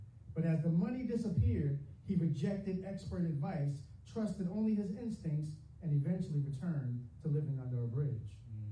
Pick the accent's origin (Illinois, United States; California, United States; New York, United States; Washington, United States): New York, United States; Long Island; accent: Long Island; I was in the military, but I'm from Long Island, New York. So sometimes I might speak a little bit quick, and I might say some words that you're like, what did he say?